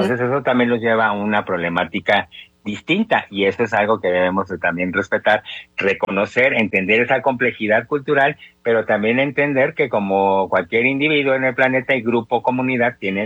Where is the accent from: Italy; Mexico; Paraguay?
Mexico; Estos 68 grupos indígenas que habitan nuestro territorio o el territorio de México